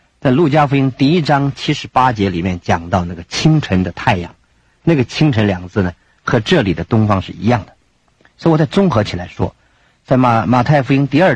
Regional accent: China

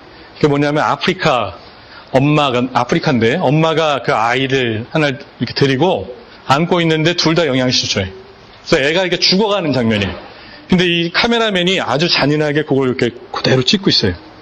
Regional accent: South Korea; now in United States; 제 아내는 여기서 자랐어요. 미국에서. 저는 한국에서 자랐고.

